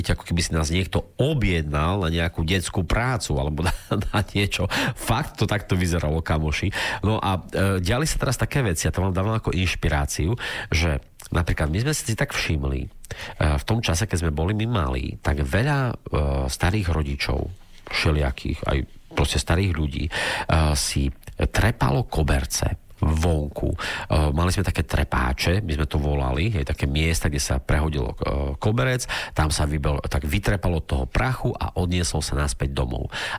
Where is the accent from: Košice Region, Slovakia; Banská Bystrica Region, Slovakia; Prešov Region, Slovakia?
Prešov Region, Slovakia; Bardejov; born or raised there; moved away